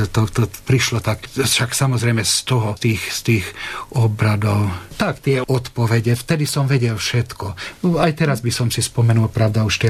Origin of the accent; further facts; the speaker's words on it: Kesztölc, Komárom-Esztergom, Hungary; Pravda, ešte vtedy boli latinské bohoslužby v katolíckych kostoloch, teda ako aj u nás v Kestúci, však Pilíž je katolícky.